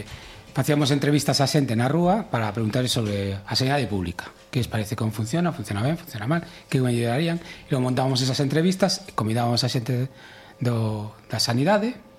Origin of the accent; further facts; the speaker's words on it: Santiago de Compostela, Galicia, Spain; now in Ferrol, Spain; Eu son compostelán de toda a vida. O que pasa cando tiven que vir a Ferrol por razóns prácticas, digamos.